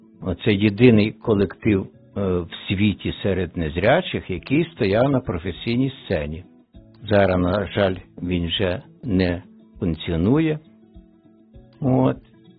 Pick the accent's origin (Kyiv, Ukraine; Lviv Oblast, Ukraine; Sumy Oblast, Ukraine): Lviv Oblast, Ukraine; Matsoshyn; Я народився на Львівщині. Таке село є, і нас, я знаю, зараз слухають мої односельчани. Є таке село Мацошин. Це Жовківський район. Народився я в багатодітній сім'ї.